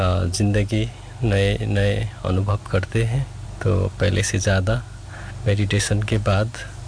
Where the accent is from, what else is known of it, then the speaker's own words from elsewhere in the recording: Pokhara, Gandaki Province, Nepal; Hindi is a second language; मैं नेपाल से हूं और नेपाल की बहुत सुंदर नगरी जिसे पोखरा बोलते हैं, जहां बहुत सारे टूरिस्ट अट्रैक्शंस हैं, बहुत सारे टूरिस्ट घूमने के लिए आते हैं, उसी जगह से मैं हूँ